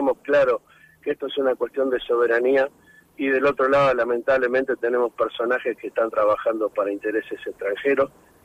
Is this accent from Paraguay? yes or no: no; Argentina